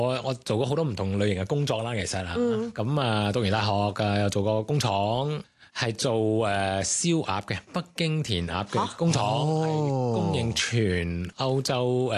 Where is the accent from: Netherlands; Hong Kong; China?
Netherlands; 讲咧系 OK 嘅，咁啊，因为我阿爸去到荷兰